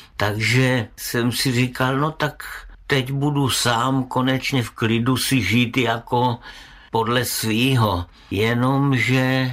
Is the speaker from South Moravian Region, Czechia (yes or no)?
yes; Brno, South Moravian Region, Czechia; accent: Brno dialect (brněnština); moved away as an adult; now in Prague, Czechia; jak já mluvím tak brněnsky někdy